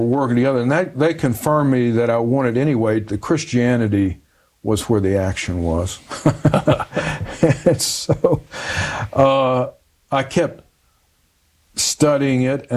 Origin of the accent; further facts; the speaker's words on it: the South, United States; I grew up in the South, you're Protestant or Catholic.